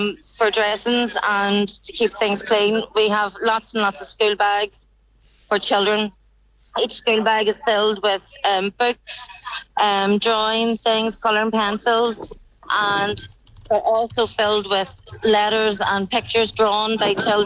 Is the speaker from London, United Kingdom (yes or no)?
no; Northern Ireland, United Kingdom; because I'm Irish and I'm born under occupation in the north, and people might laugh at that, but I was born a British citizen and my children are born British citizens.